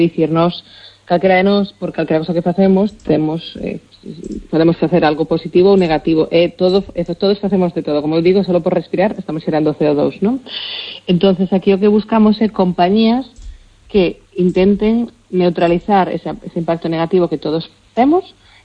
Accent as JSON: {"language": "Galician", "region": "Galicia", "country": "Spain", "said": "Pero a nivel galega, como galega falando"}